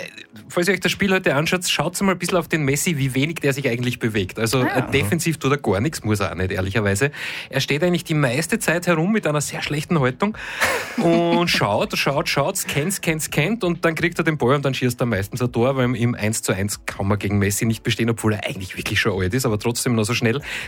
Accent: Austria; ich bin Österreicher.

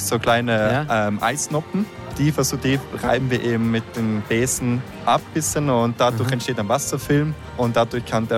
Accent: Söll, Tyrol, Austria; Ich komme aus Söll.

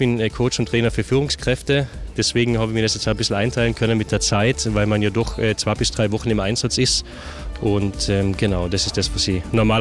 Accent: Winklern, Carinthia, Austria; now in Vienna, Austria; Aus Winklern, Winklern im Mölltal.

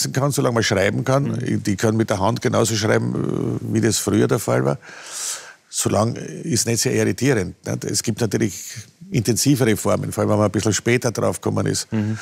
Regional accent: Altlengbach, Lower Austria, Austria; born there

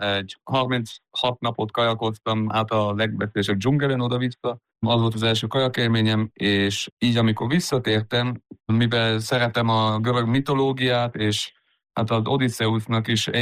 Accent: Innsbruck, Tyrol, Austria; Hungarian is a second language; moved away as an adult; Ide születtem Innsbruckba, itt nőttem fel, az egész életemet majdnem itt laktam. Elmentem én 13 éve most már Amerikába, hogy stoppoljam a panamerikai autópályát.

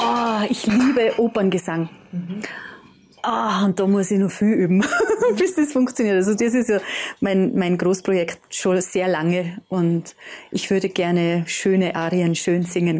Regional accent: Tyrol, Austria; ich als Tiroler

